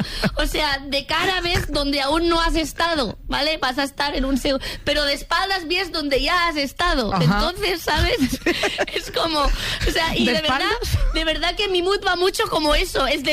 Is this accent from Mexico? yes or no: no; Catalonia, Spain; y como persona catalana esto me